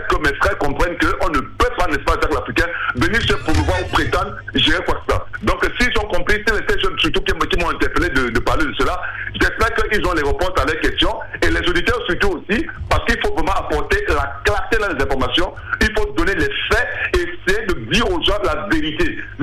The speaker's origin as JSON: {"language": "French", "region": "West", "country": "Cameroon", "moved": "yes", "said": "je ne suis pas de la région, je viens de l'Ouest Cameroun"}